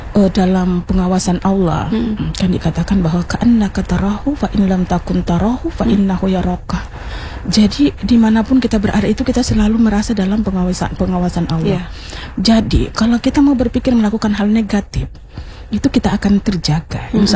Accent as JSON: {"language": "Indonesian", "region": "Southeast Sulawesi", "country": "Indonesia", "tie": "born or raised there", "said": "Memang saya suku Munan tapi kita besar di sini. Dan saya itu lebih banyak menguasai bahasa-bahasa lagu-lagu daerah Tolaki."}